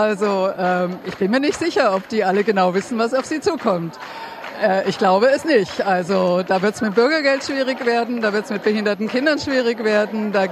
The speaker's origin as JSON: {"language": "German", "town": "Halle", "region": "Saxony-Anhalt", "country": "Germany", "said": "die sehr deutlich als Hallenser zeigen, dass wir den Siegmund hier nicht haben wollen"}